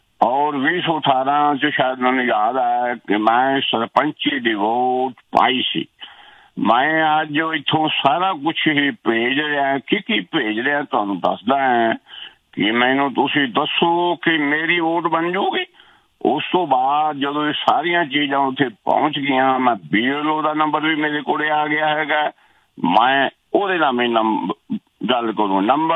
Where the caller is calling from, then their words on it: Hoshiarpur, Punjab, India; ਹੁਸ਼ਿਆਰਪੁਰੇ ਜੀ, ਮੈਂ ਭਾਰਤ ਦਾ ਹੀ ਸਿਟੀਜਨ ਹਾਂ, 33 ਸਾਲ ਹੋ ਗਏ ਮੈਨੂੰ ਇੱਥੇ